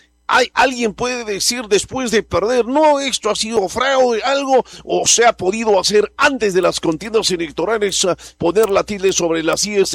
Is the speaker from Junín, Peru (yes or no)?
yes; Junín, Peru; nuestra región Junín